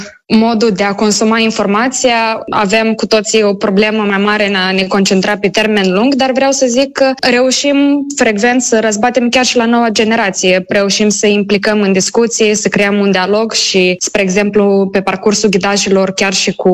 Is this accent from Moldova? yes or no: yes; Moldova